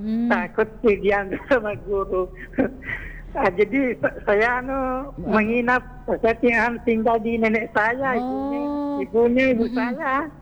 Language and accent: Indonesian; Soppeng, South Sulawesi, Indonesia; moved away as an adult; now in Kutai Kartanegara, Indonesia; Saya ini orang Bugis, tapi orang dari Sopeng, Sulawesi Selatan.